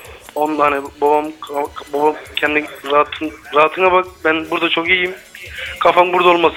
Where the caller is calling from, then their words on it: Aydın, Turkey; Ben Aydın Açık'tan arıyorum